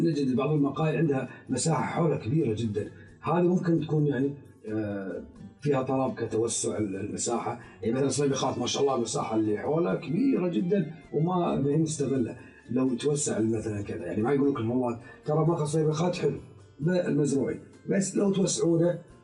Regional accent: Kuwait; إحنا ككويتيين

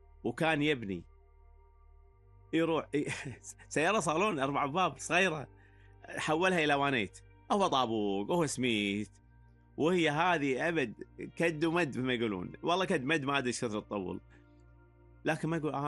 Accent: Kuwait

